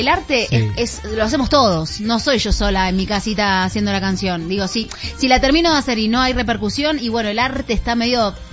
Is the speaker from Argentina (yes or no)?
yes; Argentina; moved away; en Argentina pasó que en enero fui a hacer un show en mi país